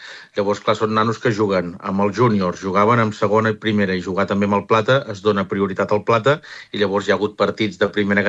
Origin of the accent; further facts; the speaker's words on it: Vilablareix, Catalonia, Spain; soc de Vilablareig, ho tinc aquí al costat